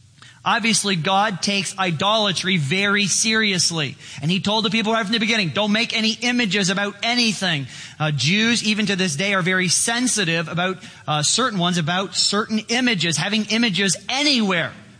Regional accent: Chicago, Illinois, United States; And well, back in Chicago, there was a casino in my hometown.

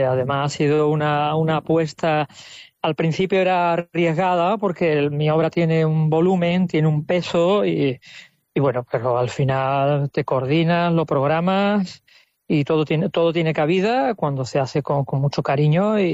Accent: Algeciras, Andalusia, Spain; born there; desde Algeciras, que bueno, que es una ciudad que es mi ciudad natal

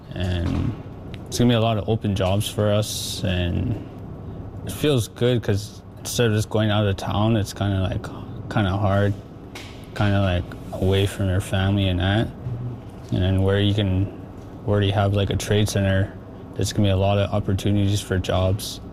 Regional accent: Fort Good Hope, Northwest Territories, Canada; I'm from Fort Good Hope. I lived here my whole life.

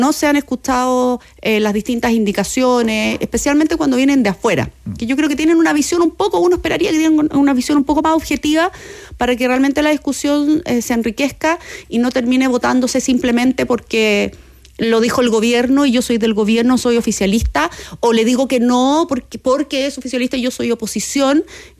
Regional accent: Chile; nosotros sí que tenemos experiencia como chilenos

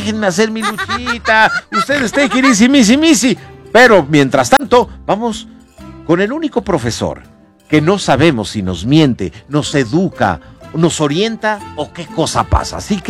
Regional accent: Puebla, Mexico; Ay, es que soy poblano, soy reasustado.

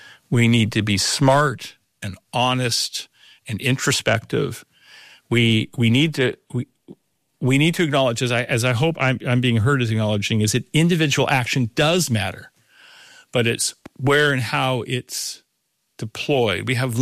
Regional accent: United States; now in Abu Dhabi, United Arab Emirates; I'm living in Abu Dhabi, but I'm still feeling the pain of recent decisions to go to war, of course, but feeling the larger pain as an American

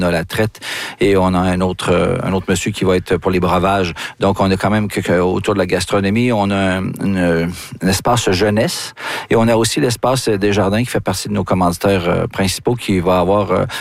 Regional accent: Wendake, Quebec, Canada; dont notre powwow chez nous à Wendake.

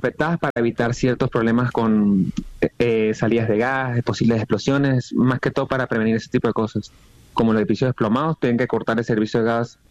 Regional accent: Venezuela; moved away as an adult; now in Caracas, Venezuela; yo soy de un pueblo que se llama Socopón. Yo no soy de Caracas. Yo vine acá por ejercer mi carrera.

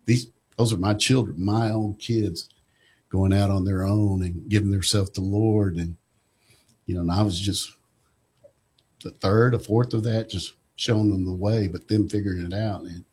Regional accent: Jacksonville, Arkansas, United States; I grew up in Jacksonville with Arkansas Tech.

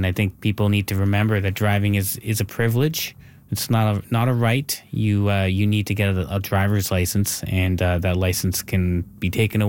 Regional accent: Moncton, New Brunswick, Canada; Well, I'm aware of the area. I'm actually from Moncton.

